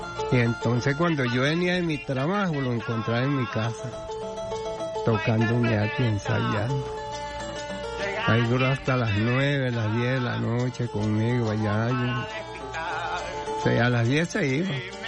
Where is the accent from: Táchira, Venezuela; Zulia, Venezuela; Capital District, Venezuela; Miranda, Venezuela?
Miranda, Venezuela; born there; also born or lived in southern Aragua; mi papá por ahí a los 12 años compró para acá, para el estado Miranda, y me trajo a los 12 años. Me crié ahí en Quiripital, en el estado Miranda.